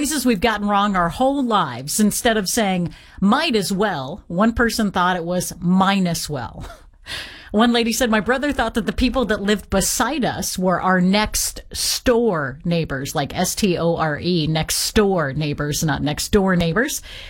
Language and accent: English; Nebraska, United States; moved away as an adult; also born or lived in Arizona; so you know that I grew up in Northeast Nebraska, but I went to college in Arizona